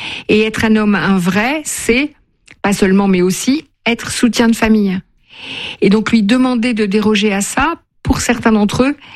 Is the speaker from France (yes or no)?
yes; France; c'est quand même très centré sur la France, puisque je suis française et que c'est ici que je consulte.